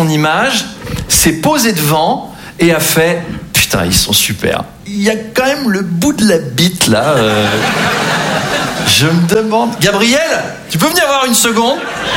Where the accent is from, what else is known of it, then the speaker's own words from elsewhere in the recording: Versailles, Île-de-France, France; Moi j'ai grandi à Versailles, hein, très très catholique comme environnement, et en fait c'était plutôt cool.